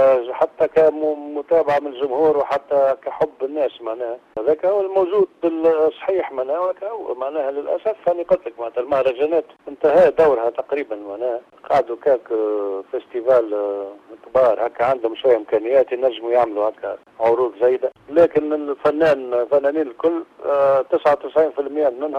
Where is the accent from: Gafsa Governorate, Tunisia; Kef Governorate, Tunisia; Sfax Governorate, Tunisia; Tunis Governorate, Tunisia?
Gafsa Governorate, Tunisia; Gafsa; هذيك ذكريات نتاع طفولة قفصة، نتاع طفولتي في قفصة